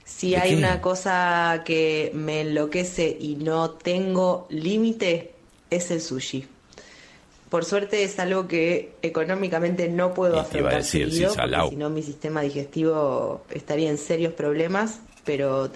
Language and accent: Spanish; Floresta, Buenos Aires, Argentina; Un saludo enorme … de Floresta.